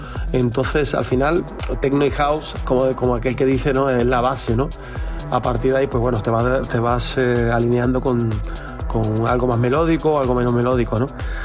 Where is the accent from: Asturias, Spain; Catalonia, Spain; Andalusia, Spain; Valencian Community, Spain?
Andalusia, Spain; Málaga; por haber sido también en Málaga, y por estar en mi tierra